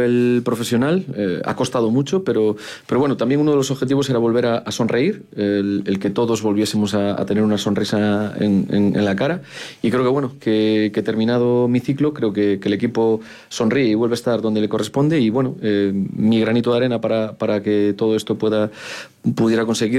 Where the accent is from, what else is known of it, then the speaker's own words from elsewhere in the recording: Galicia, Spain; moved away as an adult; now in Zamora, Spain; yo soy gallego y la morriña, evidentemente, no soy joven, tengo 50 años, y esto era un poquito pues una prueba, el decir hasta dónde podemos llegar, y el segundo año sí que ha sido complejo estar lejos de mi Galicia, de mi familia, de los míos